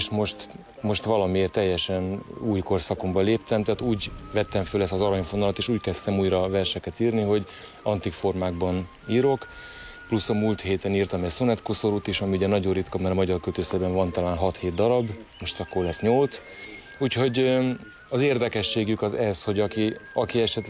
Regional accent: Veszprém, Veszprém County, Hungary; Én ugye veszprémi vagyok

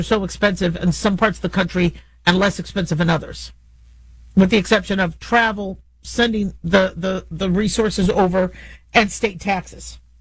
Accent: United States; I'm American.

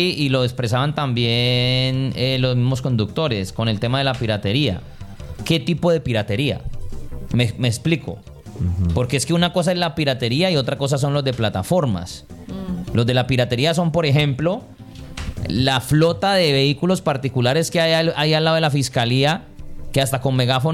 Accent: Cali, Valle del Cauca, Colombia; de donde yo nací, Siloé, Comuna 20

